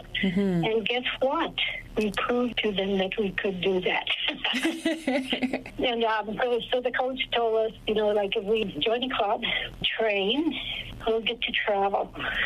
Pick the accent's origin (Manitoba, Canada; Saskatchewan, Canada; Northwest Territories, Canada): Northwest Territories, Canada; Aklavik; I was born a twin on December 31st, 1953 in the Klavik. We grew up on my mom and dad's trap line.